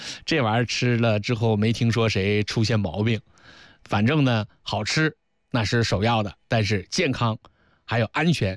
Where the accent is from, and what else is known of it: Zhejiang, China